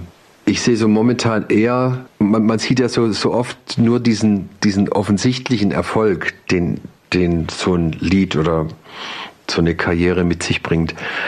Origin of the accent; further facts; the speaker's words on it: Pforzheim, Baden-Württemberg, Germany; ob ich mir nicht mal Gedanken machen wollte, einen Song über meine Heimatstadt zu machen. Würde doch naheliegen, so als Pforzheimer.